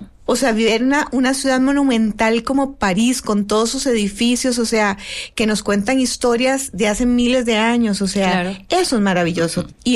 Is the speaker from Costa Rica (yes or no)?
yes; Costa Rica; Si somos costarricenses, a Europa no requerimos visa.